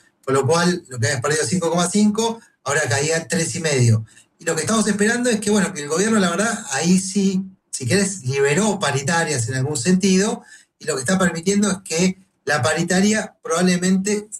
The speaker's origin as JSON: {"language": "Spanish", "country": "Argentina", "said": "los argentinos seguimos siendo argentinos"}